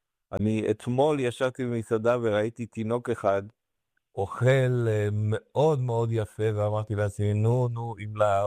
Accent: Romania; Hebrew is a second language; now in Israel; כשהייתי ילד קטן ברומניה

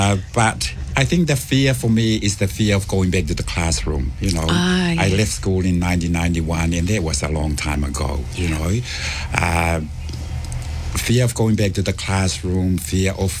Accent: Ha'apai, Tonga; moved away as an adult; now in New Zealand; So I grew up in Hapai, kalo. I went to Pangahihi for primary school back in 1979.

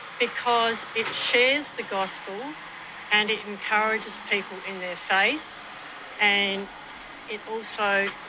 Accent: Belmont North, New South Wales, Australia; I'm from Belmont North.

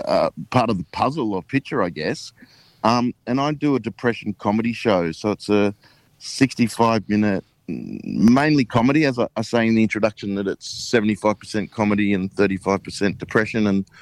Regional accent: Australian Capital Territory, Australia; born there; I was born on Ngunnawal Ngambri land

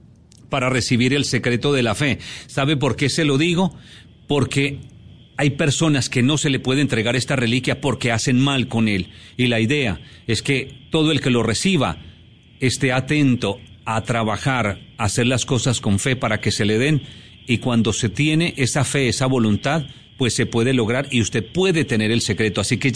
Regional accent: Colombia; now in Panama; Yo soy orgullosamente colombiano, pero mi deber, mi misión está aquí en Panamá

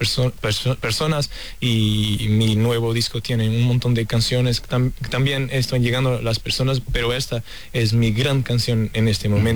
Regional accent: Portugal; Spanish is a second language; moved away; porque salí de Portugal, salí de mi tierra.

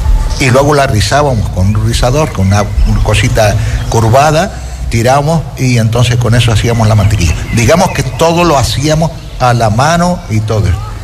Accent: Canary Islands, Spain; born there; Pero, hombre, yo soy nacido en Gran Canaria. ¿No? Pero cuando he venido aquí al sur hace 45 años

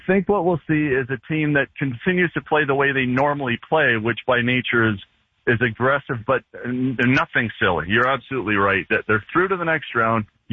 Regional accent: Canada; obviously as a Canadian fan

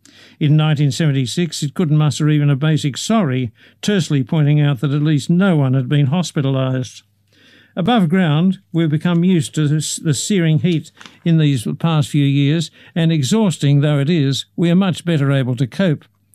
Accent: North West England, United Kingdom; But I was growing up in Lancashire. My future wife Jane was growing up on the other side of the Pennines near Barnsley.

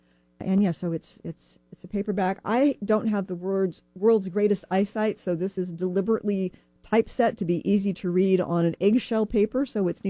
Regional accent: Bloomington, Indiana, United States; My very first smoky one in my hometown of Bloomington

